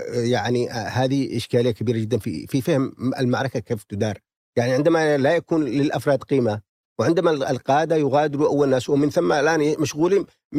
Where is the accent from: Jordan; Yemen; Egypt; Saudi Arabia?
Yemen